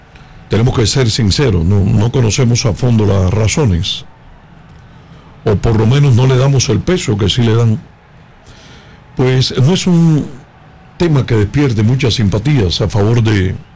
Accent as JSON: {"language": "Spanish", "country": "Cuba", "tie": "born there", "said": "nacimos obviamente en Cuba, un país que ama inevitablemente a España."}